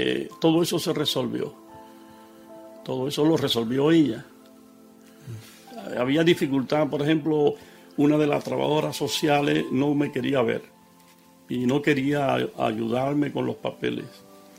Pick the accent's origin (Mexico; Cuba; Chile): Cuba; now in Barcelona, Spain; Y precisamente cuando yo salí de Cuba, ella se quedó allá